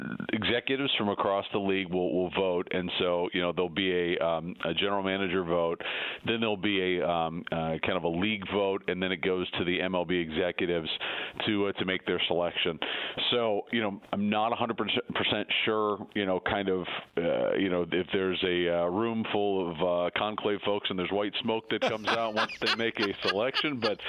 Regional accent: Akron, Ohio, United States; I think really just this is my hometown, and I'm from Akron

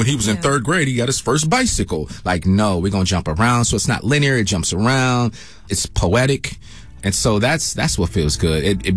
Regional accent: England, United Kingdom; Listen, I'm an English guy.

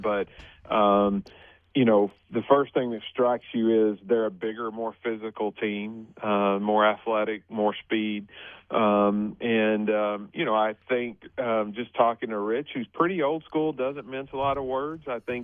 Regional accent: Oklahoma, United States; I have a degree from there. I'm from Oklahoma, so that's a program that I follow some.

